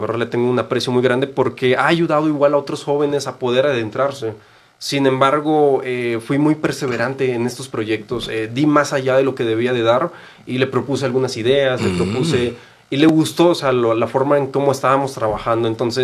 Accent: Oaxaca, Mexico; yo vengo de la costa de Oaxaca, entonces desde pequeño algo que me motivó mucho fueron las misiones Apolo.

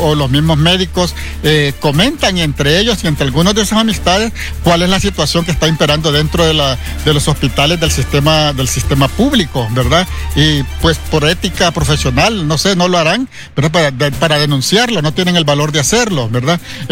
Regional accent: Honduras; Entonces, pedimos como población hondureña que haya verdaderamente justicia, ¿verdad?

